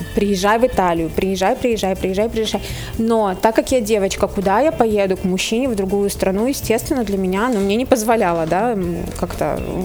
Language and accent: Russian; Russian Far East, Russia; а я сама дальневосточница